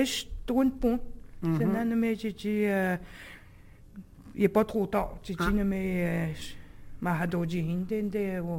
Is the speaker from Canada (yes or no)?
yes; Quebec, Canada; On a décidé, tu sais, en français, parce que je dis que nous sommes des Atikameks, des Algonquins.